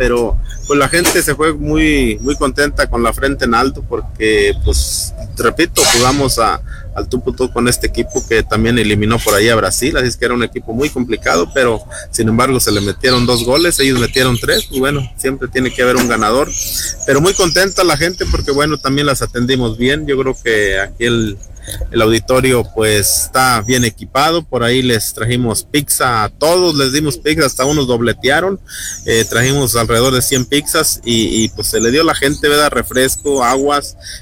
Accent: Mexico; todos como mexicanos nos sentimos orgullosos

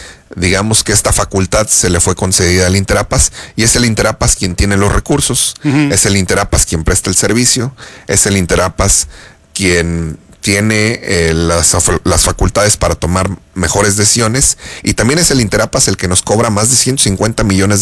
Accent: Soledad de Graciano Sánchez, San Luis Potosí, Mexico; Yo soy de Soledad, sí.

